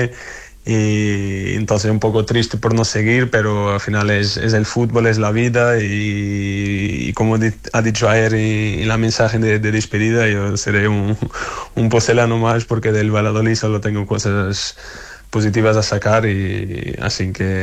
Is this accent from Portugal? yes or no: yes; Lisbon, Portugal; Spanish is a second language; Soy de Lisboa.